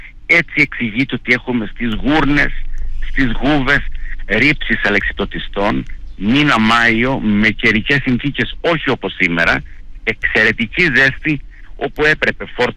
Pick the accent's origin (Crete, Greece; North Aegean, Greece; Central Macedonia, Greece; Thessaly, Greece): Crete, Greece